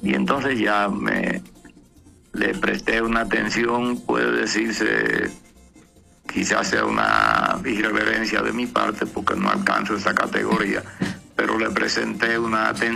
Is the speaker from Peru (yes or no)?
no; Nagua, María Trinidad Sánchez, Dominican Republic; yo soy de Nagua, de un campo de Nagua. Un campo muy atrasado en la época que yo nací, hace más de 84 años, en esa aldea, que cuando llegaba la noche desaparecía del mapa